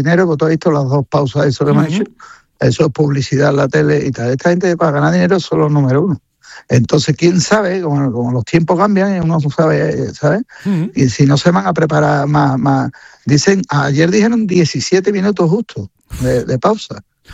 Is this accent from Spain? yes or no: yes; Spain; Para que nadie se enfade de la pasión roja española, porque somos españoles